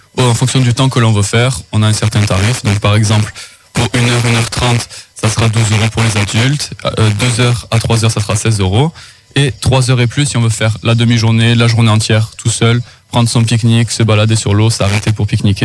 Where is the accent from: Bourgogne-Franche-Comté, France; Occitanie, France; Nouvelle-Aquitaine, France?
Occitanie, France; Valence-sur-Baïse; Alors moi, je suis du coin. J'habite à Valence-sur-Baïse.